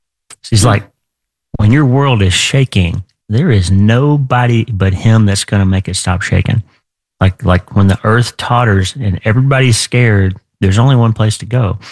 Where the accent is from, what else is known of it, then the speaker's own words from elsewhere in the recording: Oklahoma, United States; Yeah. So I grew up in Oklahoma in a small town